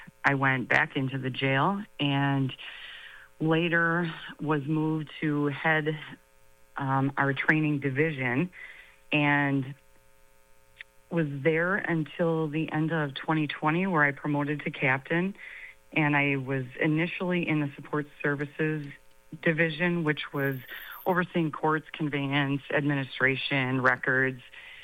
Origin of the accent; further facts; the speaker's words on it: Union Grove, Wisconsin, United States; I'm a Racine County resident, basically born and raised in Union Grove, Wisconsin.